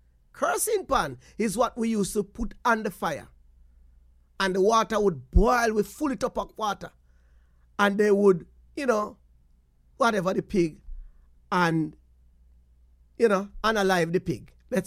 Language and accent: English; Portland Cottage, Clarendon, Jamaica; So, we grew up in Portland Cottage.